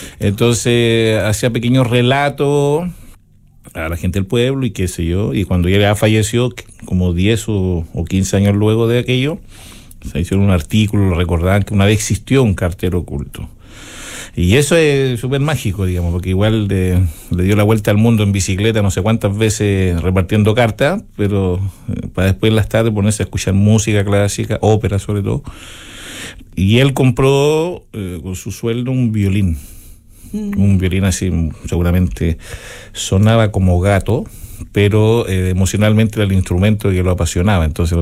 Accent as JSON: {"language": "Spanish", "town": "Lautaro", "region": "Araucanía", "country": "Chile", "said": "Efectivamente, vengo de Lautaro, novena región, y en un lugar súper, muy, muy, digamos, pequeño, pero muy grande poéticamente, no sé, culturalmente."}